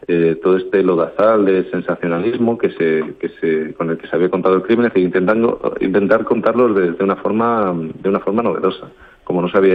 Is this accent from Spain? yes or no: yes; Extremadura, Spain; Yo soy extremeño, como decías, de la Sierra de Gata. Estoy, digamos, lejos de La Serena, lejos de Puerto Urraco.